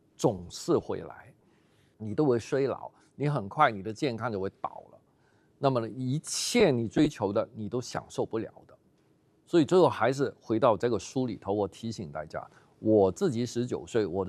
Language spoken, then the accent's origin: Chinese; China